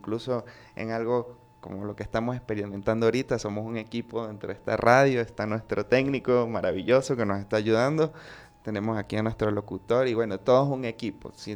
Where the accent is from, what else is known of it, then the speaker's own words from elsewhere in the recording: Mérida, Venezuela; Somos una ciudad muy cultural, y yo creo que esto en gran parte al gran nivel académico que tenemos aquí en nuestra región, y también en esa necesidad que hemos tenido, que siempre como andinos, de llevar la punta de la lanza en cuanto a cultura.